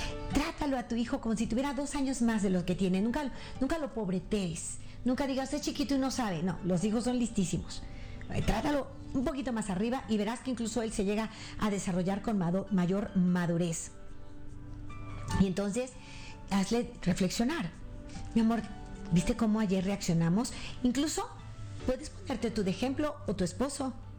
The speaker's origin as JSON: {"language": "Spanish", "country": "Mexico", "said": "de una señora en Monterrey, en mi país, al norte de mi país"}